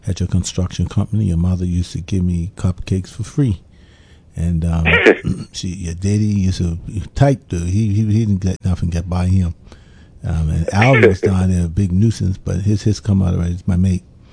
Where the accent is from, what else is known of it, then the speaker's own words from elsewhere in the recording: St. David's, St. George's Parish, Bermuda; I'm from St. David's.